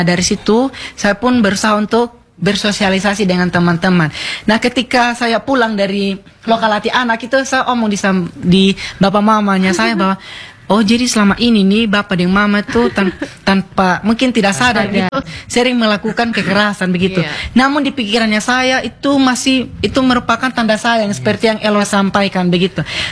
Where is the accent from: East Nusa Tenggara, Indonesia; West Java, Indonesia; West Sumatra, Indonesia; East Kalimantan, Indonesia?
East Nusa Tenggara, Indonesia; apalagi kalau zaman-zaman tanam padi kita orang Sumba itu terkadang orang tua bilang begini di anak-anak.